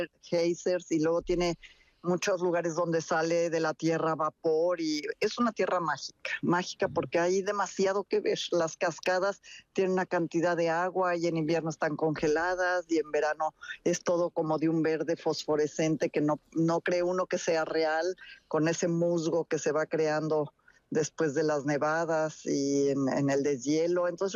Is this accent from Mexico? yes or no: yes; Mexico; pinto muy colorido como buena mexicana